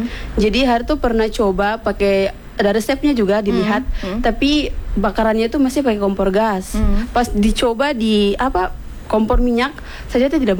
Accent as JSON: {"language": "Indonesian", "town": "Fakfak", "region": "West Papua", "country": "Indonesia", "tie": "born or raised there", "said": "Lahirnya di Fak-Fak."}